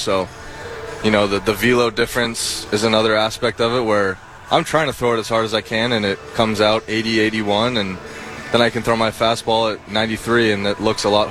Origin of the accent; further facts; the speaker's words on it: California, United States; now in Utah, United States; getting to visit my parents where I grew up in California is not too shabby either.